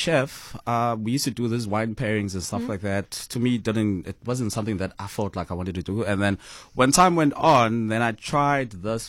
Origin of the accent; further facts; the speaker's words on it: Soweto, Gauteng, South Africa; I grew up in Soweto